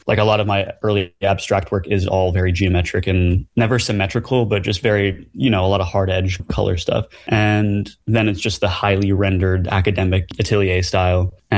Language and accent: English; New York City, New York, United States; I grew up in Brooklyn, New York, in Red Hook.